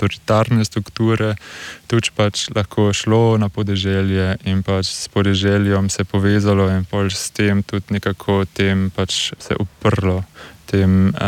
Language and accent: Slovenian; Bleiburg, Carinthia, Austria; Pač jaz sem iz Piberka in sem tam odraščal in potem vedno gledal dol iz hriba tam na tisto polje